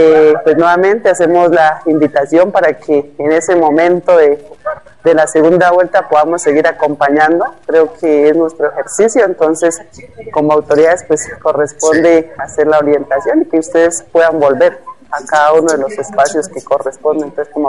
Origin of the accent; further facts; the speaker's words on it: Jambaló, Cauca, Colombia; como autoridades ancestrales del territorio de Jambaló